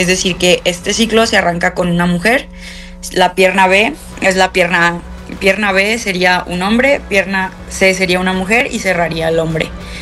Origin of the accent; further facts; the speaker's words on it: Mexico; now in Girona, Spain; Este año inicié un ciclo con un nuevo equipo, me mudé fuera de México, ahorita mi base es en Girona, España